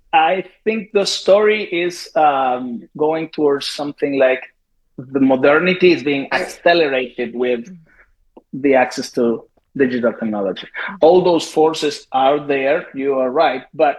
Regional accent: Argentina; English is a second language; So I'm from Argentina.

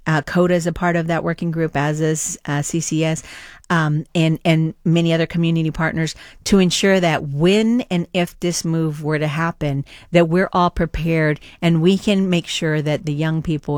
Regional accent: Dallas, Texas, United States; Amy, I am originally from Dallas, Texas, where I rode the bus to from middle school all the way to high school.

